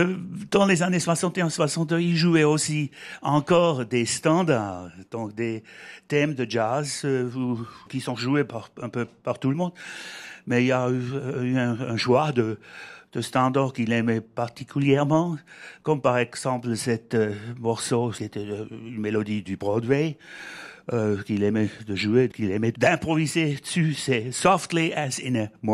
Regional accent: Basel, Basel-Stadt, Switzerland; comme on dit chez nous à Bâle

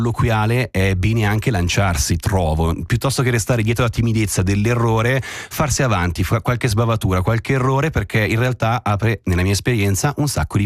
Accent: Switzerland; perché da svizzero fiero, mi viene da dire, mi piacerebbe parlare bene tutte le lingue nazionali

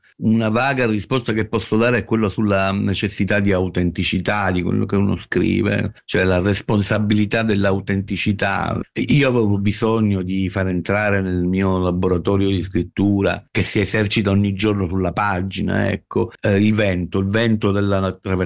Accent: Sicily, Italy; Io sono un siciliano

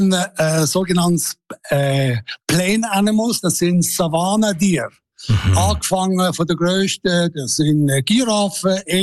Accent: Switzerland; now in South Africa; ich als Schweizer muss ein bisschen Hügel haben

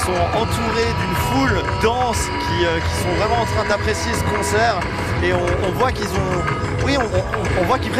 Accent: Fribourg, Switzerland; même si je sais qu'il est assez légendaire dans ma région parce que je suis fribourgeois.

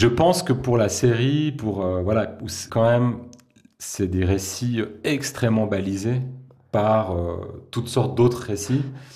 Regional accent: Switzerland; Oui, mais on est suisse et on ne pèse rien.

